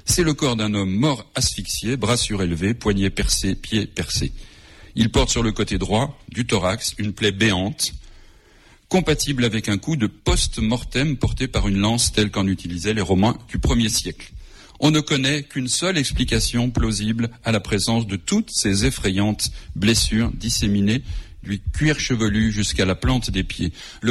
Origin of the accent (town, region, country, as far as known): Lyon, Auvergne-Rhône-Alpes, France